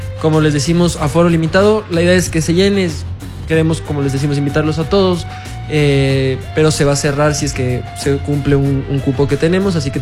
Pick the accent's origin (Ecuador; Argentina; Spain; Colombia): Ecuador; Nosotros como ecuatorianos